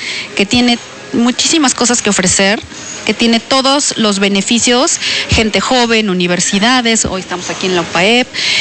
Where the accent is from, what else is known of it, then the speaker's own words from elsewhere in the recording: Puebla, Mexico; born there; moved away; also born or lived in Germany; tengo 41 años, nací en la ciudad de Puebla. Soy naturalizada alemana porque pasé mucho tiempo en Alemania.